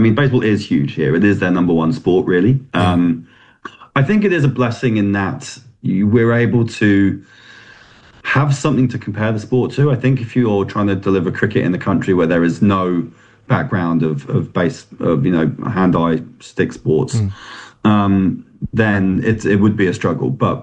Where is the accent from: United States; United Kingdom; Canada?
United Kingdom; England; moved away as an adult; now in Japan; as an Englishman